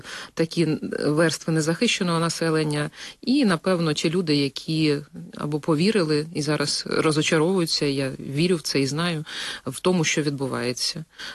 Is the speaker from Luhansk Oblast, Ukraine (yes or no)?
yes; Luhansk Oblast, Ukraine; first language Ukrainian; moved away as an adult; now in Kyiv, Ukraine; я зі Слобожанщини, це північ Луганщини, там, де завжди говорили українською мовою. Чому мені легко? Тому що я народилась в україномовній родині, і я благополучно говорила завжди з дитинства українською мовою.